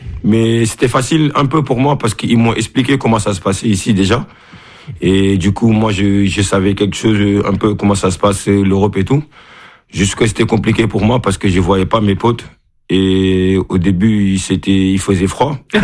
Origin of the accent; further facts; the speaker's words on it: Senegal; J'étais content parce que si on est Sénégalais, c'est normal.